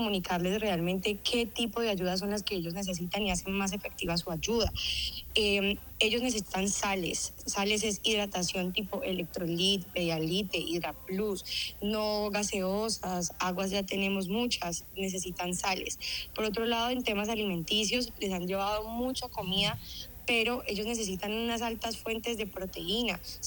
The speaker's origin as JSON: {"language": "Spanish", "town": "Cali", "region": "Valle del Cauca", "country": "Colombia", "said": "hoy acá desde Cali estoy, bueno, yo soy caleña, también me vi afectada"}